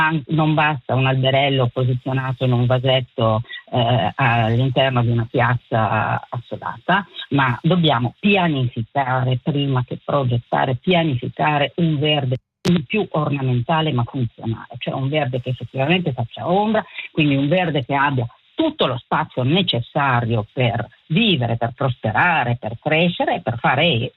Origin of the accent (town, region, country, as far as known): Switzerland